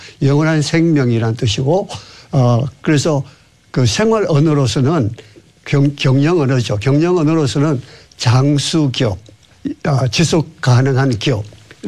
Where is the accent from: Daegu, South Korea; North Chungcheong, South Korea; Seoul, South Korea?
Daegu, South Korea; moved away as an adult; 저는 그 고향이 대구입니다.